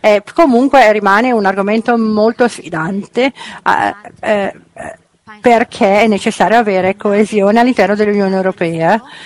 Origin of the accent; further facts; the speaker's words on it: Poland; Italian is a second language; io come polacca posso andare, per esempio, in l'ambasciata italiana e essere aiutato